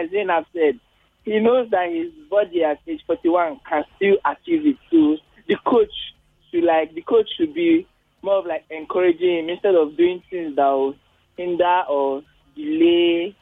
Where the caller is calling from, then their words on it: Alimosho, Lagos, Nigeria; calling back from Alimosh.